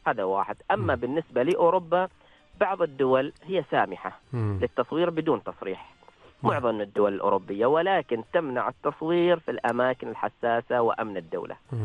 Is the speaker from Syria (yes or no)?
no; Oman; وكنت بالزي العماني طبعا لابس، يقول لي أنت من أي بلد؟ طبعا يتحدث معي باللغة الإنجليزية، فأنا ذكرت لأنه أنا من سلطنة عمان